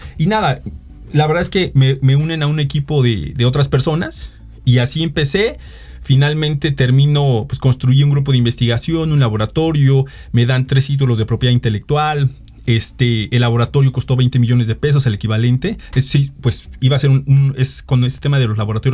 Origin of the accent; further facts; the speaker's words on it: Mexico City, Mexico; moved away as an adult; now in Aguascalientes, Mexico; yo nunca había querido salir de Ciudad de México hasta que, y me tocó salir por trabajo.